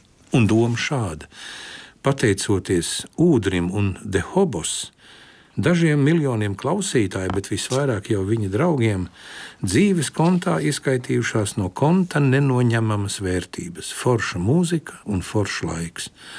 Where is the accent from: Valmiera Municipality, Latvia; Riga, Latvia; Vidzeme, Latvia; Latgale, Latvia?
Riga, Latvia; Gandrīz, kā manā bērnībā Brassā.